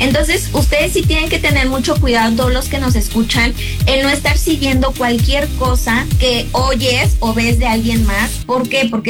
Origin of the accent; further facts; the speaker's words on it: Mexico; Oye, es que pero, somos mexicanos.